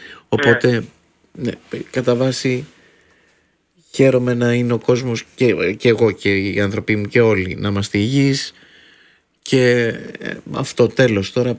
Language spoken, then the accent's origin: Greek; Athens, Attica, Greece; Ναι, ναι, Αθηναίος.